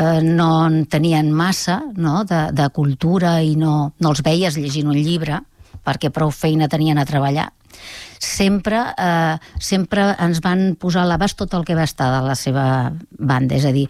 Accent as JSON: {"language": "Catalan", "town": "Molins de Rei", "region": "Catalonia", "country": "Spain", "tie": "born or raised there", "moved": "as an adult", "lives_now": "Pallejà, Spain", "said": "suposo que quan neixes en un poble i la teva joventut viu, transcorre en aquest poble, doncs sempre et sents el poble com a teu. I clar, jo vaig anar a viure a Pallejà amb 34 anys o 35. Per tant, sí, jo ara... Visc a Pallejà, però el meu poble"}